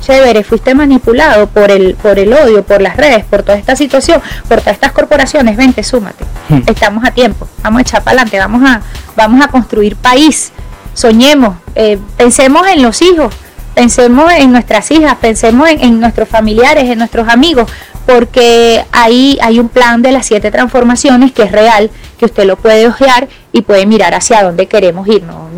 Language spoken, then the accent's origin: Spanish; Venezuela; el rol que tenemos hoy como venezolanos y venezolanas